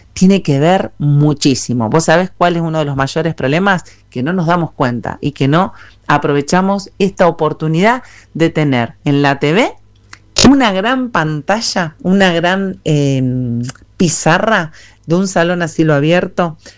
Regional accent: Argentina; podemos hablar sobre el valor de nuestra identidad como argentinos

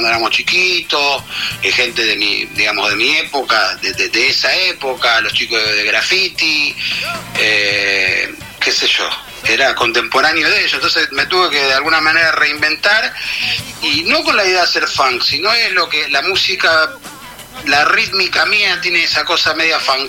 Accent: Rosario, Santa Fe, Argentina; moved away; Y ahí es cuando me voy y yo ya me fui de Rosario durante 20 años, ¿viste?

